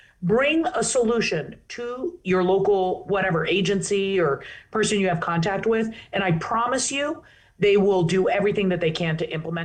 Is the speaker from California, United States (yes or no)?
no; Washington, District of Columbia, United States; my community, my hometown.